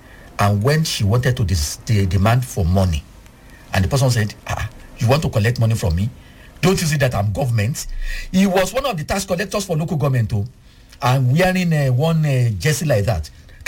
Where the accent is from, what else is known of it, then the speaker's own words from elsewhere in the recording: Ogun, Nigeria; Will they not say that I'm from Yoruba ethnic stock in Nigeria? Will they not trace my origin to Ogun State?